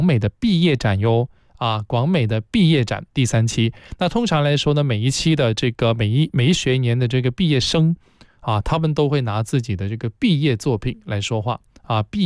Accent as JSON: {"language": "Chinese", "town": "Guangzhou", "region": "Guangdong", "country": "China", "said": "我们既然住在广州，既然我是广州人啊，既然我们单位也在广州，我们是广东广播电视台"}